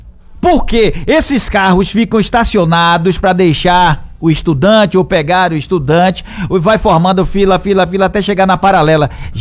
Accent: Salvador, Bahia, Brazil; Ó, quando eu era pequeno lá em Paripe, eu sabia que era assim, o ambulante é vendedor ambulante, ou então o camelô.

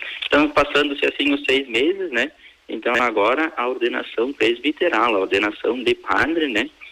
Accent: Marau, Rio Grande do Sul, Brazil; Primeiro, porque é a minha cidade, onde eu nasci, e é onde eu vim, né, bater na porta dos frades, pedir como é que fazia para ser padre.

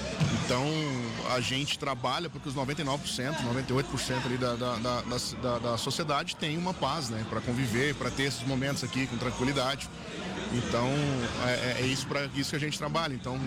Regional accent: Minas Gerais, Brazil; now in Soledade, Brazil; eu não sou gaúcho, né? Eu sou mineiro

